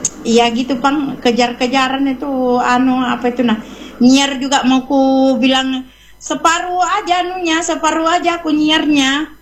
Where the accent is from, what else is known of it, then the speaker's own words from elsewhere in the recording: South Sulawesi, Indonesia; also born or lived in Parepare; Aku cuma orang Sidrap sama orang Pare-Pare, taunya di sekitar situ-situ aja.